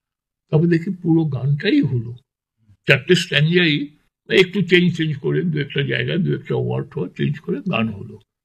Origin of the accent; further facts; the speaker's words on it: Kolkata, West Bengal, India; born there; তখন আমরা বউবাজার থেকে আমাদের বাড়ি শিফট করে শ্যামবাজারে চলে গেলাম।